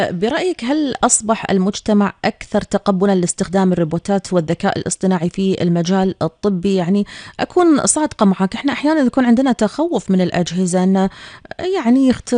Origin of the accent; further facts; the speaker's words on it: Kuwait; احنا نفخر فيه ككويتيين